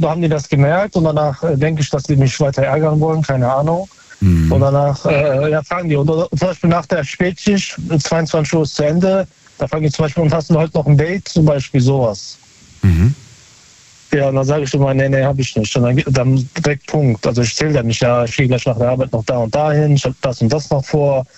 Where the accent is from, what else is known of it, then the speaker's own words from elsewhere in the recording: North Rhine-Westphalia, Germany; Aus Nähe Köln.